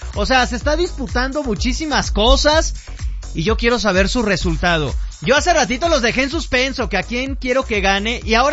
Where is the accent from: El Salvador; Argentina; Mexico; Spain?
Mexico; Básicamente porque soy mexicano.